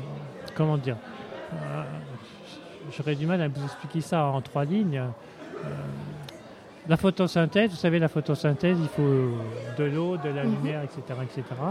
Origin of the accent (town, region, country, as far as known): Grand Est, France